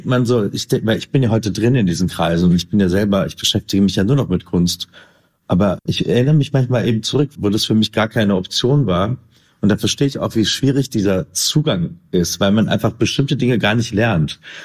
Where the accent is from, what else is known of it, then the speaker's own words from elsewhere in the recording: Berlin, Germany; Genau, eigentlich komme ich aus Kreuzberg. Ich weiß, es steht immer in der Presse Neukölln.